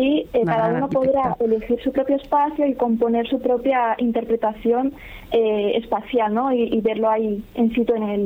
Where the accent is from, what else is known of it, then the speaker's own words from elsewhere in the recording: La Rioja, Spain; yo, como sabes, soy de La Rioja